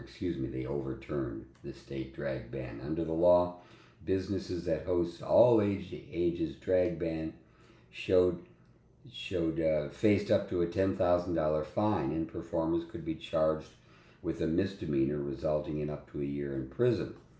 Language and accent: English; Michigan, United States; in Michigan, state of Michigan, my home state actually